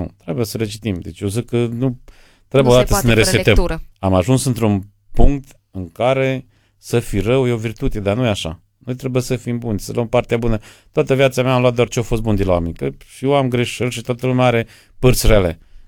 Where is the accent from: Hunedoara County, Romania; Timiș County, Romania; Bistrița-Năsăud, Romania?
Bistrița-Năsăud, Romania; Coșbuc; vă dați seama, sunt din Coșbuc.